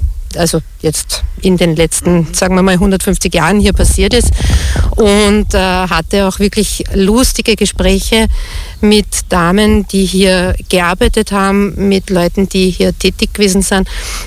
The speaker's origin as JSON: {"language": "German", "town": "Oberhorbach", "region": "Lower Austria", "country": "Austria", "tie": "born there", "said": "Ich bin geboren in Oberhorbach. Ich habe meine Vorfahren unspektakulärerweise alle in der Umgebung. Also ich kenne mich hier wirklich gut aus."}